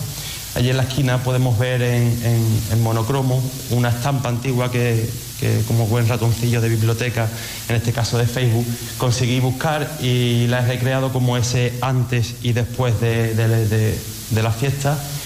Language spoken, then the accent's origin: Spanish; Isla Cristina, Andalusia, Spain; como buen isleño que soy, también he querido pegarle ese tironcito ahí a mi pueblo